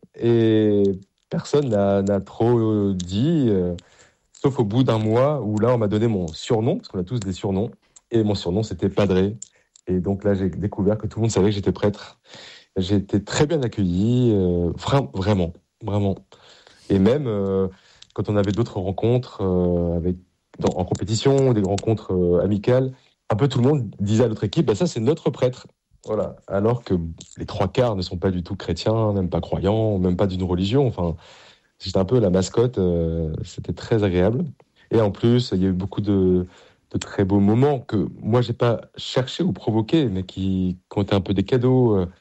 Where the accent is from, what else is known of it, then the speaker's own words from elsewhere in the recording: Paris, Île-de-France, France; Alors, moi, je viens d'une famille du Sud-Ouest. Et même si j'ai grandi à Paris